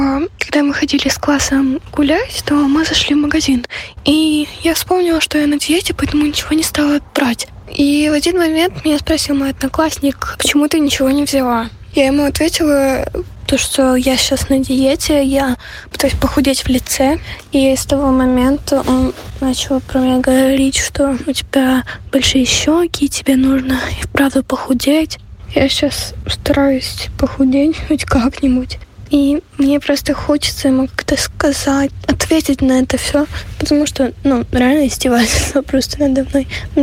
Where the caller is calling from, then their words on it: Kyiv, Ukraine; мне 11 лет, я из Киева